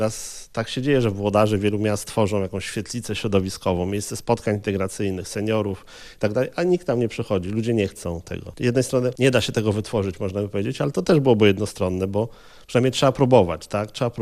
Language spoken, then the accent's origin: Polish; Warsaw, Masovian Voivodeship, Poland; Też czuję się lokalnie zaangażowanym patriotą na Brudnie i to jest, uważam, moja mała ojczyzna.